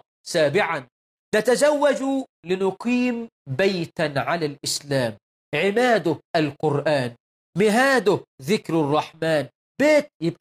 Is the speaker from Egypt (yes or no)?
yes; Egypt; عندنا في مصر